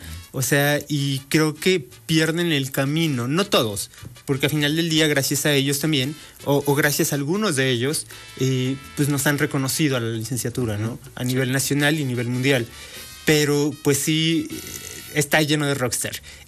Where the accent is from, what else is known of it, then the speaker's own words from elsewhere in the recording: Puebla, Mexico; si nosotros viajamos a otro estado como poblanos, pues tenemos un paladar un poqui